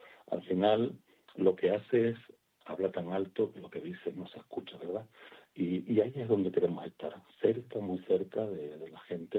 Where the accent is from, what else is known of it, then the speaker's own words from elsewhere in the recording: Canary Islands, Spain; born there; somos varios los hermanos que nacimos ahí en Gran Canaria y en otras islas del archipiélago.